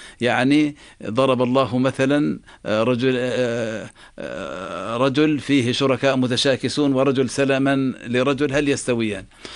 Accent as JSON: {"language": "Arabic", "country": "Jordan", "said": "عندنا في الأردن"}